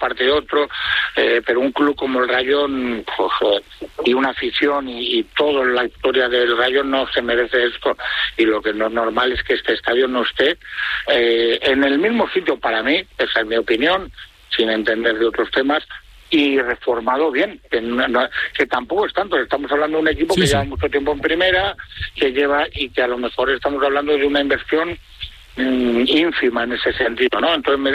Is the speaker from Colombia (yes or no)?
no; Valladolid, Castile and León, Spain; yo soy pucelano blanquivioleta de Valladolid, moriré siendo así